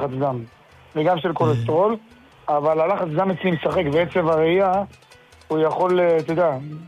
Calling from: Krayot, Haifa District, Israel; אני מהקריות, רציתי לשאול את הרב שאלה מאוד חשובה.

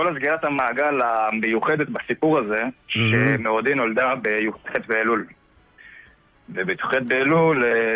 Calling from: Ness Ziona, Central District, Israel; אני מנס ציונה.

